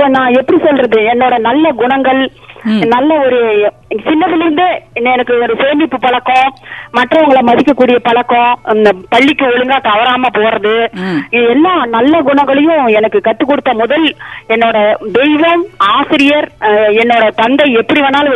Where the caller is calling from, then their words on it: Mettur, Tamil Nadu, India; மேட்டூர் வட்டம் 50